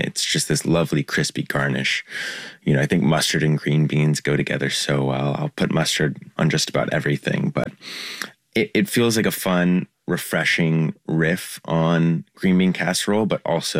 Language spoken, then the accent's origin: English; the South and the Midwest, United States; now in New York, United States; this is kind of an ode to growing up in the South and the Midwest